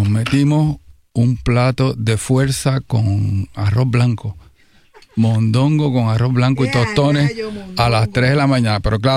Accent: Puerto Rico; also born or lived in San Juan (Country Club); Papá, mi hermano nació en un barrio bajo de San Sebastián llamado Tablestilla. Y yo me crié en Cibao.

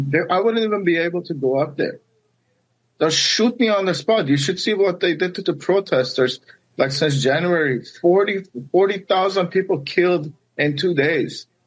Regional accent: Iran; now in United States; Well, it wasn't fun growing up in Iran.

